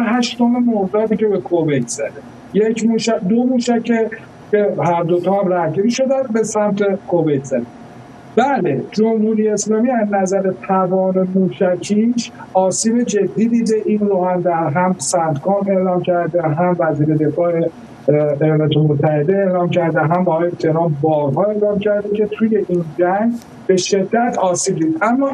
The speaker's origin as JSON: {"language": "Persian", "country": "Iran", "said": "من به عنوان یک ایرانی"}